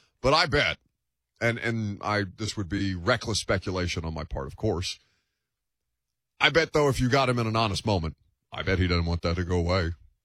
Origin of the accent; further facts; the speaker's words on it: Indiana, United States; I'm from Indiana. I went to Indiana.